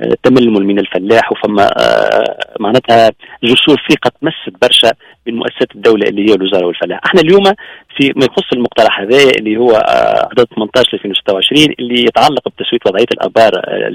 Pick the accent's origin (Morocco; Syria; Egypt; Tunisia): Tunisia; Sfax Governorate; حتى إحنا عندنا في صفاقس